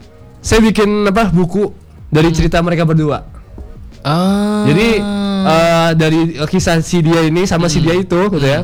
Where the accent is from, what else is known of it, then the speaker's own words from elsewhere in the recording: Lampung, Indonesia; Aku dari Lampung.